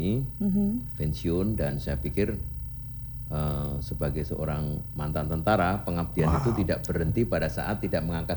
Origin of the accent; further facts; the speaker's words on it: Klaten, Central Java, Indonesia; moved away; also born or lived in Surakarta; sangat bangga sebagai Wong Solo. Walaupun saya aslinya di Klaten.